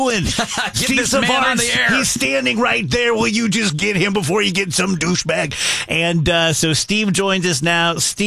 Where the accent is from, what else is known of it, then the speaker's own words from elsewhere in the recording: Scotland, United Kingdom; now in St. Louis, United States; and I'm Scottish, I cry all the time